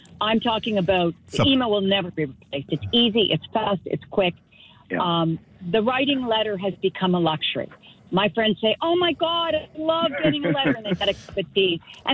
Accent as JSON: {"language": "English", "town": "Lunenburg", "region": "Nova Scotia", "country": "Canada", "tie": "born or raised there", "said": "Yeah, well, I was brought up in Lunenburg, but then I lived outside, and when I got mail delivery, it was a shock. But in Lunenburg, since the 1960s that I grew up"}